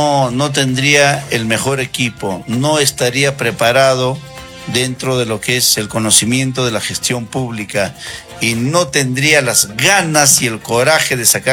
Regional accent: Ancash, Peru; mis paisanos, los ancashinos

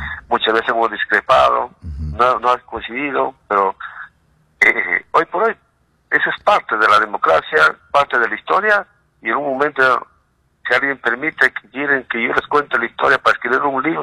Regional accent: Pichanaki, Junín, Peru; also born or lived in Sangani; Quiero bastante a Pichanaki, porque también ahí he estudiado, ahí también he crecido, como en Sangani. Somos dos pueblos, dos pueblos distritos, y somos el corazón de la Selva Central.

